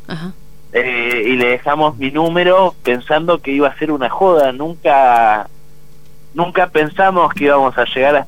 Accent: Mar del Plata, Buenos Aires Province, Argentina; Yo soy de acá de Mar del Plata, al igual que mi compañero con el que estoy haciendo todo, que es Leandro.

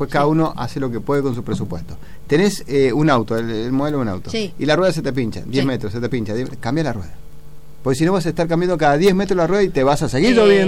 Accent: Mendoza, Argentina; No, somos todos mendocinos. Somos todos los mendocinos.

